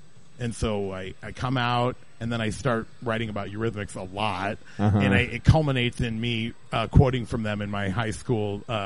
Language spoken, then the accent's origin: English; Salem, United States; And I grew up in Salem, and in Salem, to like anything that was out of the ordinary was just to like call, it was to call for trouble